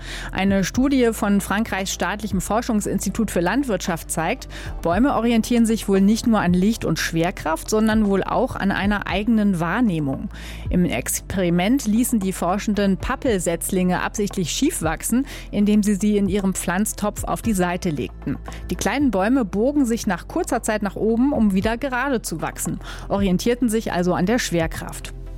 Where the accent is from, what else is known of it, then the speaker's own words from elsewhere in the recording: Nordenham, Lower Saxony, Germany; Nee, ich bin aus Nordenham.